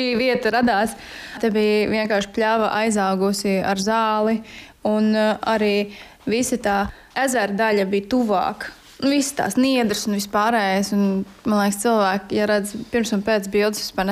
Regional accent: Ropaži, Ropaži Municipality, Latvia; es pati esmu no Ropažiem. Vienmēr esmu dzīvojusi, kopš sev atceros, ārā laukos.

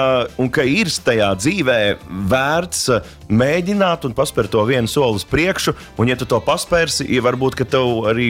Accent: Vidzeme, Latvia; viss video ir savukārt filmēts manā dzimtajā pusē, jo tur ir gan kadri gan no Raiskuma, gan arī no Straupes un tam līdzīgi, tā kā visur ir, tur ir mana dzimtā puse.

